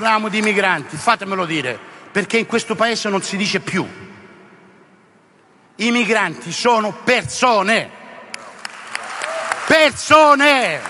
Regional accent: Calabria, Italy; sapete che sono calabrese

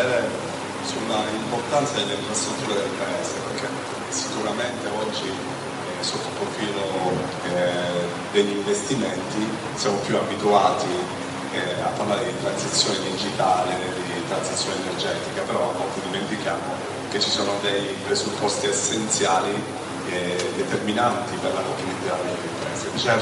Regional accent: Sicily, Italy; essendo siciliano

